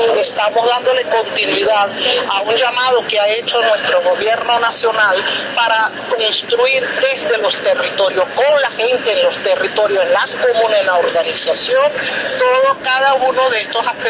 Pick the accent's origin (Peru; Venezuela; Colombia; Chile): Venezuela; quiénes somos nosotros los venezolanos y las venezolanas.